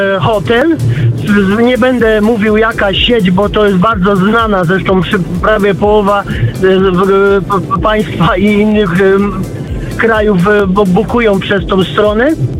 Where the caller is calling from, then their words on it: Rotterdam, South Holland, Netherlands; dzwonię z Rotterdamu.